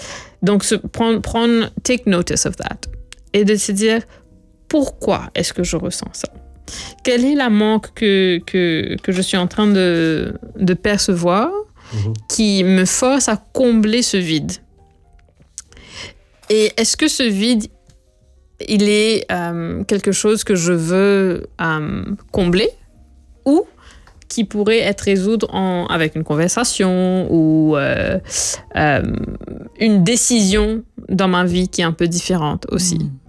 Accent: Mauritius; Ben, je crois que, en tant que Mauricien, we underutilize our banks.

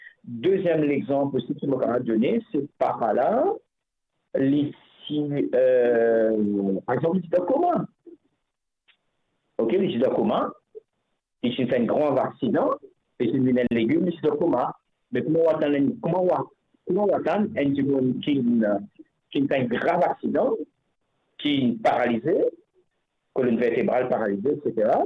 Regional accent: Mauritius; moi je viens de Mauricien

